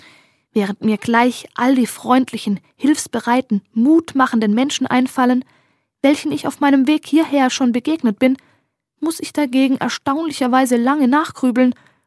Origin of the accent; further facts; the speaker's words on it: Baden-Württemberg, Germany; dass ich jetzt wirklich in meiner Heimat, dem Schwarzwald, bin.